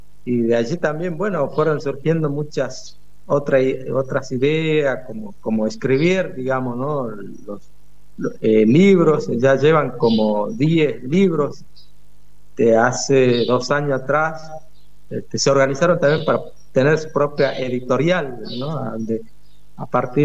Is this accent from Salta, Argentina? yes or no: yes; Tartagal, Salta, Argentina; Le hablaba en el idioma Simba guaraní nuestro, de esta zona, ya que, bueno, en Tartagal existen más de 7 pueblos originarios